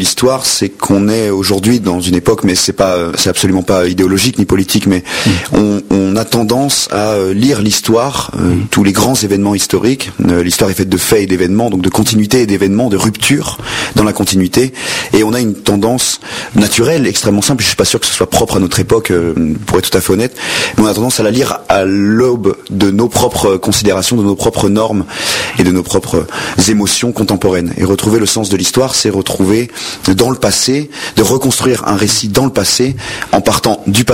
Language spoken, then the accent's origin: French; Saint-Leu-la-Forêt, Île-de-France, France; born there; Oui, c'est ça, de Saint-Loup-la-Forêt.